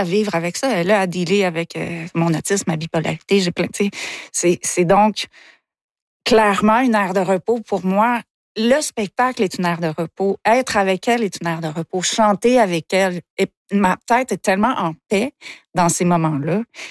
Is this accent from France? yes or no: no; Baie-Comeau, Quebec, Canada; Moi, je viens de Haute-Rive, donc sur le bord du fleuve.